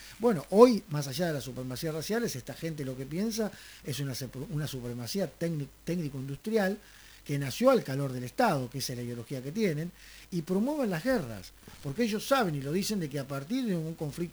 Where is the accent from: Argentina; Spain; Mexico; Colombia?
Argentina